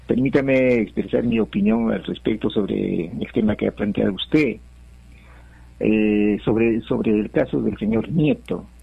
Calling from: Juliaca, Puno, Peru; de acá de Juliaca.

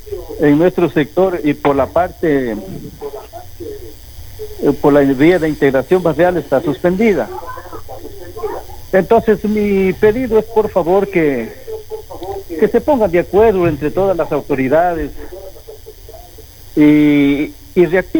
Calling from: Ecuador; Soy morador del Plateado

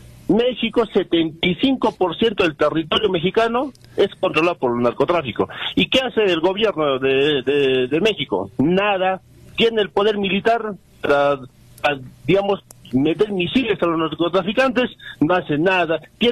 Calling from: Juliaca, Puno, Peru; desde Juliaca.

